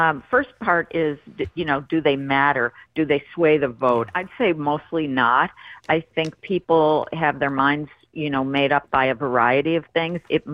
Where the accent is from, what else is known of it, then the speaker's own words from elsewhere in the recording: Buffalo, New York, United States; I was the top editor of the Buffalo News in my hometown of Buffalo